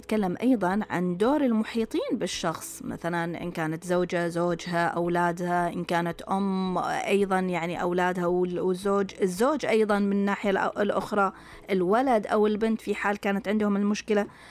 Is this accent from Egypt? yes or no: no; Saudi Arabia; عندنا في السعودية